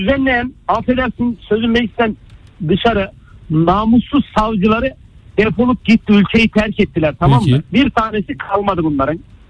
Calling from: Istanbul, Turkey; ben İstanbul'dan

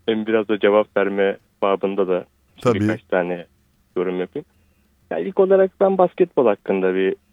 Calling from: İzmit, Kocaeli, Turkey; İzmit'ten arıyorum ben sizi.

